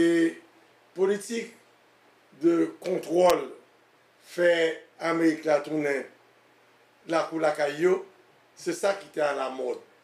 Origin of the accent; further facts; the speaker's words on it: Haiti; Nous sommes jeunes d'Haïti, des jeunes petits garçons.